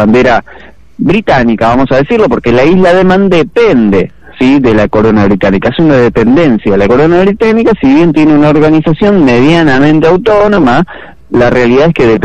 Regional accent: Buenos Aires, Argentina; moved away; Imagínense que yo vengo de Capital Federal a vivir acá hace unos años y no soy muy conocedor del tema.

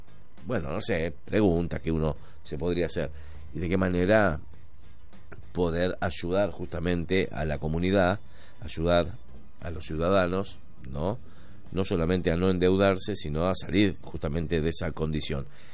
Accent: Argentina; nosotros tomamos, ¿no?, un poco como argentinos ese punto de referencia

